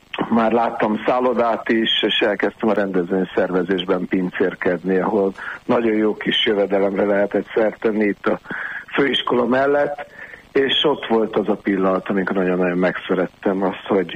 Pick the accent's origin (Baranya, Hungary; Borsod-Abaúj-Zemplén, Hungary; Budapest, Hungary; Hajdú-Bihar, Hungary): Budapest, Hungary; de a Murisimont körtér mellett nőttem fel